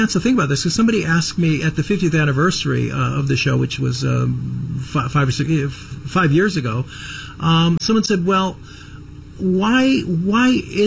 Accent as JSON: {"language": "English", "town": "Chicago", "region": "Illinois", "country": "United States", "tie": "born or raised there", "said": "When I grew up in Chicago, and the show was never off the air."}